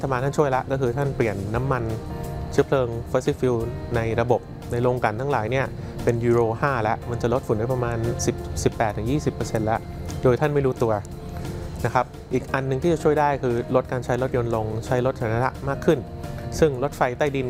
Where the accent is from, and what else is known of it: Bangkok, Thailand